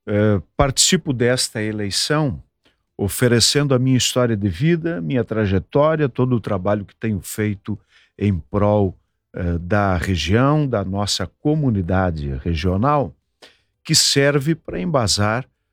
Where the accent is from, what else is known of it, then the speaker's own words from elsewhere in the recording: Marau, Rio Grande do Sul, Brazil; born there; eu sou da cidade de Marau, nasci em Marau